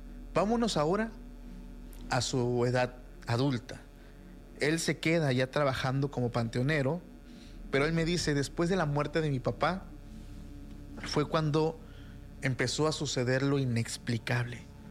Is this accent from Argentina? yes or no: no; Mexico; Los que somos mexicanos